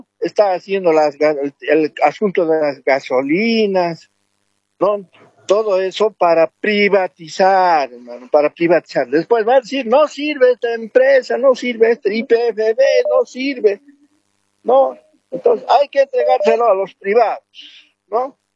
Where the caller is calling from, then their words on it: Cochabamba, Bolivia; Aquí, llamando de Cochabamba